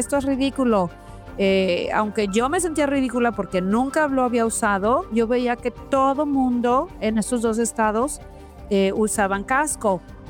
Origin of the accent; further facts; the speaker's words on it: Mexico; moved away as an adult; also born or lived in Michigan / Ohio; now in Missouri, United States; yo había andado toda la vida en bicicleta en México